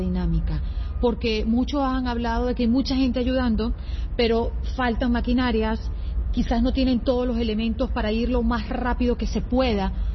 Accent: Venezuela; nosotros que somos venezolanos

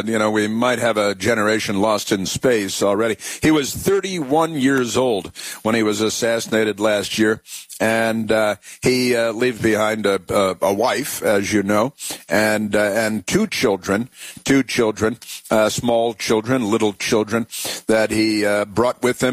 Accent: Illinois, United States; He grew up north and west of Chicago, not far from where I did most of my growing up, and it's where regular people come from

